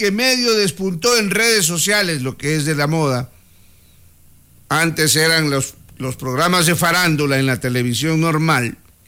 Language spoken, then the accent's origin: Spanish; Ecuador; Así somos los ecuatorianos.